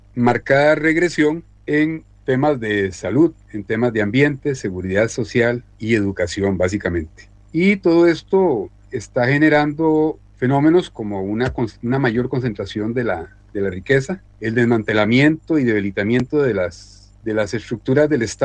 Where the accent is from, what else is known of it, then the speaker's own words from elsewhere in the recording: Costa Rica; en la zona sur de nuestro país, de Costa Rica.